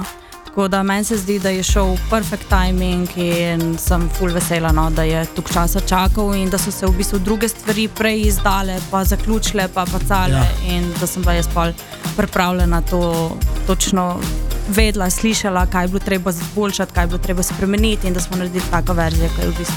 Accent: Novo Mesto, Southeast Slovenia, Slovenia; In zmeri, ko slišajo, da sem iz Novega mesta, zmeri reče, si prinesla kaj? Si prinesla cviček?

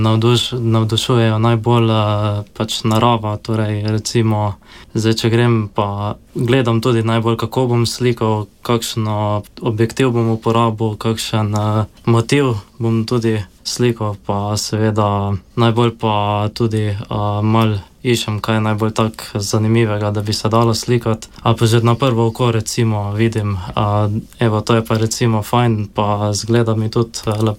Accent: Šentjur, Savinja, Slovenia; prihajam iz Šentjurja pri Celju, star sem 22 let

